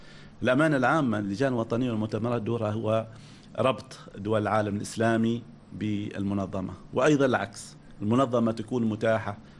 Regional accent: Oman; أنا كعماني

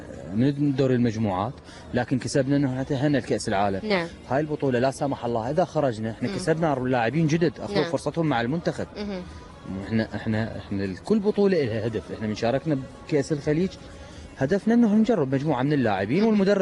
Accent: Iraq

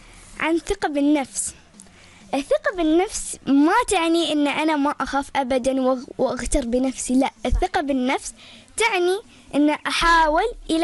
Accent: Oman; وطني عمان هو المكان الذي ولدت فيه وكبرت فيه، هو المكان الذي أحلم أن أحقق فيها طموحي.

